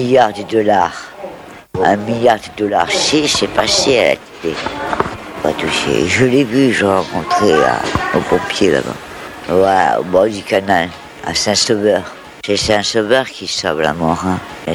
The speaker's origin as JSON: {"language": "French", "country": "Denmark", "said": "Ah, je suis de loin, ouais. Je suis du Danemark."}